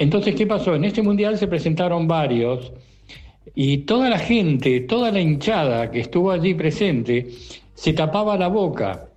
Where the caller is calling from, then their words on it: Bahía Blanca, Buenos Aires Province, Argentina; de Bahía Blanca.